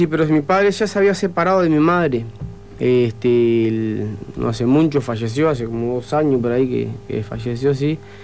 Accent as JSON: {"language": "Spanish", "region": "Salto", "country": "Uruguay", "tie": "born or raised there", "said": "Nosotros somos, soy Ciudad de Salto, vivo con mis 7 hermanos, entre hermanas."}